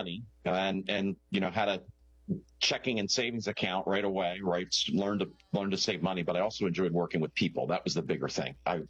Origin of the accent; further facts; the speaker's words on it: Pennsylvania, United States; Right outside of the Philadelphia suburbs, and I am the oldest of two sisters.